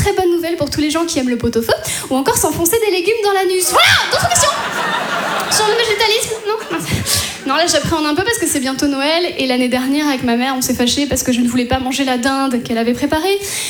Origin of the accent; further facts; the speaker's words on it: Brittany, France; moved away; j'ai été obligée de quitter mon pays en 2008. La Bretagne. Mais bien sûr que j'ai quitté la Bretagne.